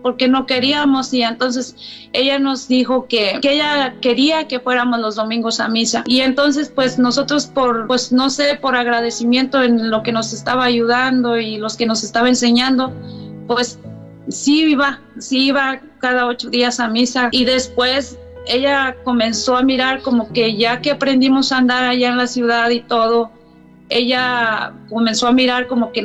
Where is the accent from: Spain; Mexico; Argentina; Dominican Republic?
Mexico; moved away; Entonces yo como quiera ya me vine de México y allá sí iba a misa, pero ya cuando llegué yo aquí ya casi nunca iba a misa.